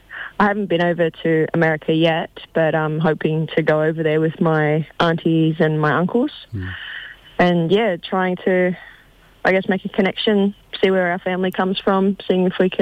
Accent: Australia; being born and raised in Australia, primarily I'm very much in touch with my Indigenous Australian side

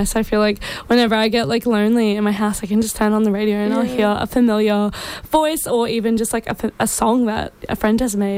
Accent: Gold Coast, Queensland, Australia; moved away as an adult; now in Brisbane, Australia; it was before I had moved to Brisbane because I'm from the Gold Coast, and the 4ZZZ airwaves do not reach all the way down to Palm Beach, Gold Coast.

